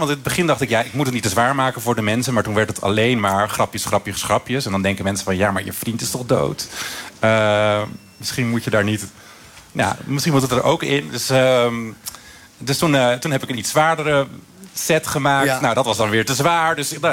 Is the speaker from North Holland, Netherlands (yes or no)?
no; Friesland, Netherlands; moved away; also born or lived in Groningen; Ik kom uit Friesland, Tim uit Zwolle. En ik woonde toen in Groningen.